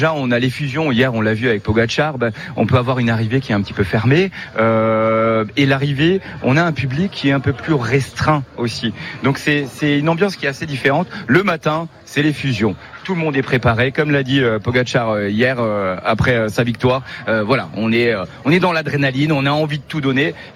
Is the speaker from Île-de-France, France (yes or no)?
no; Grand Est, France; moi je suis alsacien, quand tu penses vraiment à mon territoire, tu penses choucroute, tu penses tarte flambée, bretzel